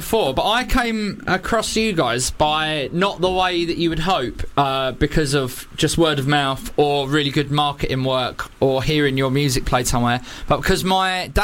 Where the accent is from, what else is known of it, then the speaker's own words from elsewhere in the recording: Bexley, London, United Kingdom; I'm from Bexley